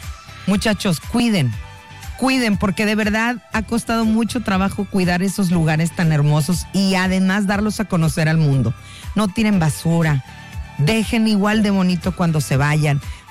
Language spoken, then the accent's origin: Spanish; Ciudad Valles, San Luis Potosí, Mexico; mi Huasteca hermosa potosina, de donde soy orgullosamente originaria. ¡Ay! De San Luis para el mundo.